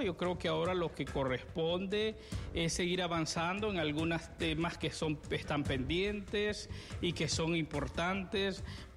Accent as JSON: {"language": "Spanish", "country": "Honduras", "said": "como hondureños tenemos que alegrarnos"}